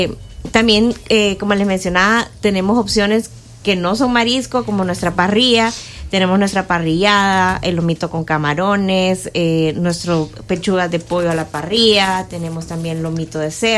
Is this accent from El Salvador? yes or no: yes; El Salvador; que creo que como salvadoreños es una de las entradas que no puede faltar en la mesa